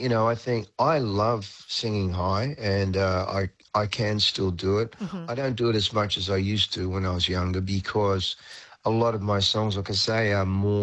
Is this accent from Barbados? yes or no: no; Australia; I tell a lot of stories about my sort of history growing up in Australia and all of that.